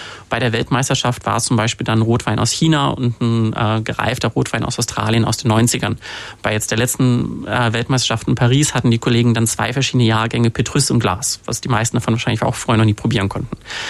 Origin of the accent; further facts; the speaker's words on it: Cologne, North Rhine-Westphalia, Germany; Ich komme aus Köln.